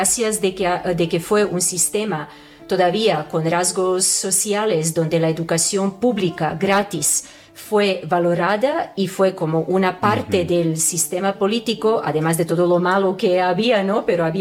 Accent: Serbia; Spanish is a second language; moved away as an adult; país, de mi país, después de todo lo que ha pasado. Yo tengo que admitir de que realmente cuando salí de Serbia yo estaba agotada.

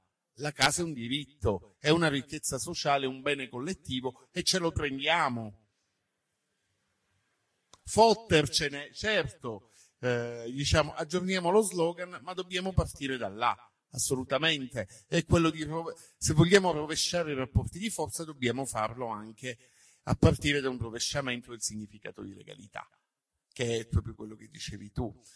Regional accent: Sicily, Italy; da siciliano lo rivendico con orgoglio

